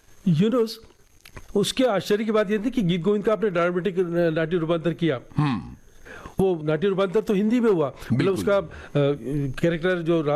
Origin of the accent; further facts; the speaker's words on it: Jaipur, Rajasthan, India; हिंदी का लिमिटेड उसमें सब कुछ था। जयपुर मेरे लिए पूरा खुला मंच था